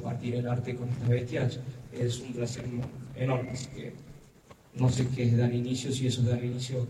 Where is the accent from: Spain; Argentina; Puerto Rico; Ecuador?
Argentina; Catamarca; yo que soy acá local